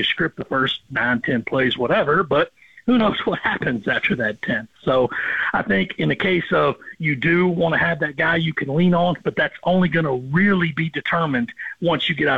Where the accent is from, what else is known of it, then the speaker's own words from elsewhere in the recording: Rock Hill, South Carolina, United States; my hometown of Rock Hill